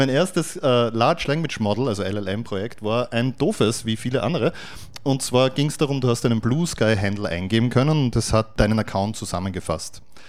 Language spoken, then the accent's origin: German; Graz, Styria, Austria; Ja, hallihallo … ich komme aus Graz.